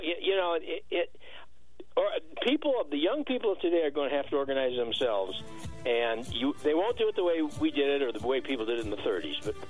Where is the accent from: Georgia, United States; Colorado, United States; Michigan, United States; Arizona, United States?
Michigan, United States; Detroit; I mean, I grew up in Detroit.